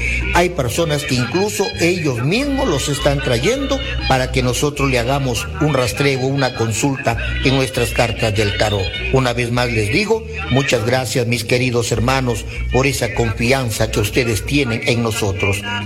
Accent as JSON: {"language": "Spanish", "town": "Huancabamba", "region": "Piura", "country": "Peru", "tie": "born there", "said": "en las guaringas de Huancabamba, en esas tierras benditas donde yo nací."}